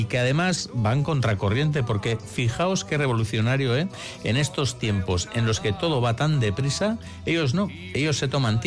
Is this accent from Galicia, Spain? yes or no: no; Navarre, Spain; soy navarro